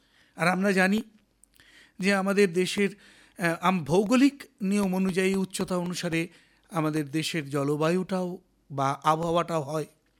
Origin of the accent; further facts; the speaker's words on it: India; আমাদের দেশ ভারতবর্ষ, এই ভারতবর্ষ শীত প্রধান অঞ্চলে অবস্থিত নয়, এটা আমরা ভালো করেই জানি। আমাদের দেশ ভারতবর্ষ গ্রীষ্মমণ্ডলীয় দেশে অবস্থিত